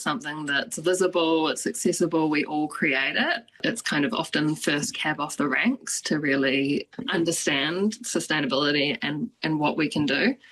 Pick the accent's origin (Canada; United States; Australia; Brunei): Brunei; moved away; I grew up in Brunei, which is a tiny little country near Singapore. And there's this place called Kampong Aya there, which is a water village.